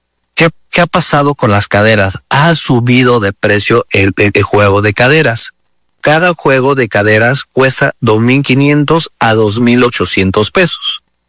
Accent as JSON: {"language": "Spanish", "region": "Mexico City", "country": "Mexico", "moved": "yes", "said": "yo soy o era de la Ciudad de México"}